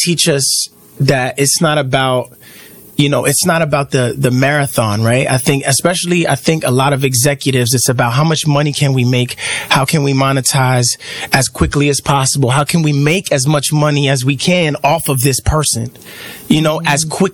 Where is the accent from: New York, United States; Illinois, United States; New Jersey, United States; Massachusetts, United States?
New York, United States; born there; I'm from New York, so like, I grew up listening to all of these artists